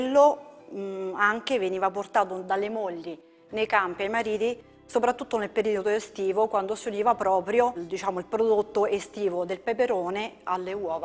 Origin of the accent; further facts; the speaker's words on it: Falvaterra, Lazio, Italy; Io sono nata qui a Falvaterra, ci vivo, ho le mie radici e non la lascerò mai.